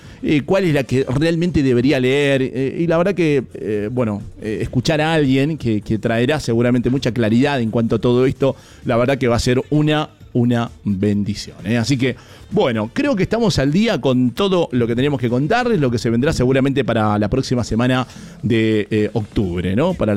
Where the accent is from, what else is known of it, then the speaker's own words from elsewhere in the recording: Mendoza, Argentina; como mendocinos sabemos cómo es el contexto muchas veces